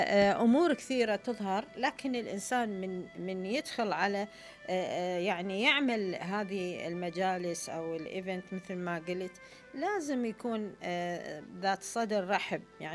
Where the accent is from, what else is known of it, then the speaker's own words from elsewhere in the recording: Iraq; moved away; أنا أتكلم عن بلدي العراق